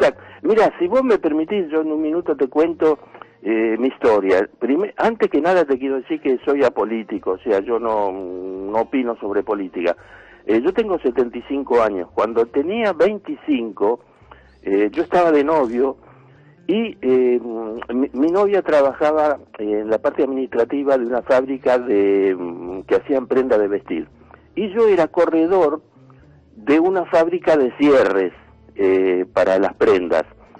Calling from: Buenos Aires, Argentina; … de Villa Santa Rita.

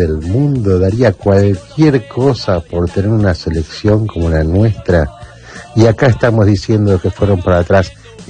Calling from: Ranelagh, Buenos Aires Province, Argentina; de Ranela.

